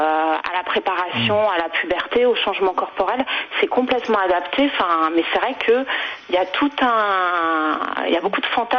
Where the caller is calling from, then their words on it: Givors, Auvergne-Rhône-Alpes, France; De Givors, dans le Rhône.